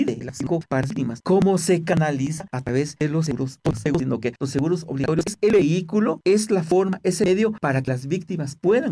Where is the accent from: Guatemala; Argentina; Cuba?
Guatemala; estar conscientes de que esa cultura vial es lo que necesitamos como guatemaltecos también.